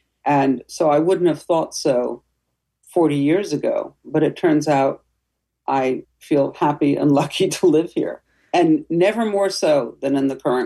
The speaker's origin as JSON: {"language": "English", "region": "New York", "country": "United States", "moved": "yes", "lives_now": "Connecticut, United States"}